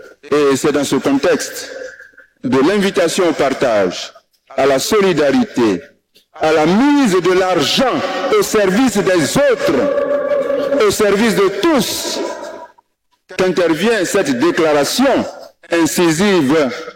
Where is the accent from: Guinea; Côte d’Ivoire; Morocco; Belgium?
Côte d’Ivoire; Chez nous en Côte d'Ivoire